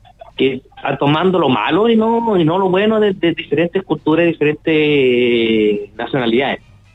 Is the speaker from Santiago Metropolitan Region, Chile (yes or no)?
yes; Santiago, Santiago Metropolitan Region, Chile; now in Antofagasta, Chile; yo soy de Santiago, yo llevo 20 y tantos años viviendo acá